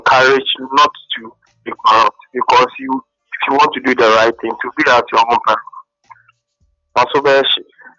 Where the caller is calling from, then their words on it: Tema, Greater Accra, Ghana; calling from Tema.